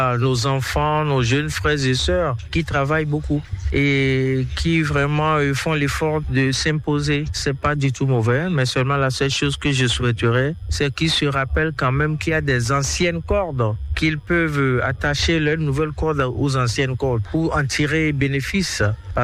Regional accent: Benin; now in Côte d'Ivoire; Je réside en Côte d'Ivoire. Je suis béninoise, d'origine ivoirienne par alliance.

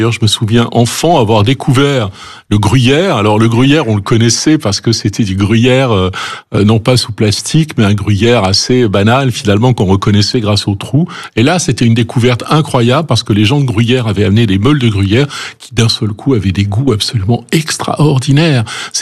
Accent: Roanne, Auvergne-Rhône-Alpes, France; born there; C'est vrai que je suis né à Roanne, pays des frères Troisgros, mais malheureusement, je suis né du mauvais côté de la voie ferrée.

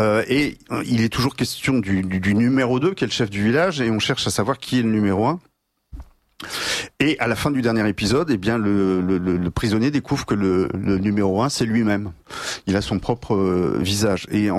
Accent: Normandy, France; je suis normand moi-même.

